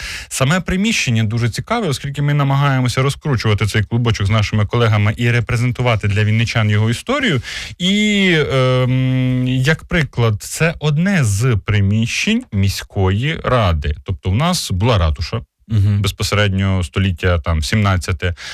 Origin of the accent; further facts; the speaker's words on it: Vinnytsia, Vinnytsia Oblast, Ukraine; Ми, вінничани